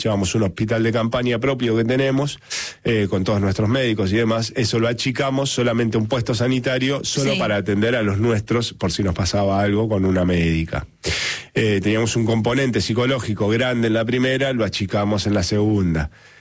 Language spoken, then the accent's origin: Spanish; Argentina; somos argentinos, somos de sangre caliente, no somos tibios.